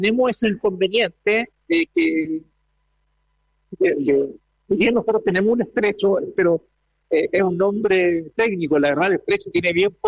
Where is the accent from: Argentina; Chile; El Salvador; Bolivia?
Chile; porque soy chileno